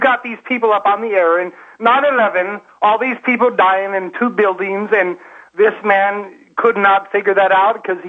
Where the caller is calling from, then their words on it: Phoenix, Arizona, United States; I'm from Phoenix.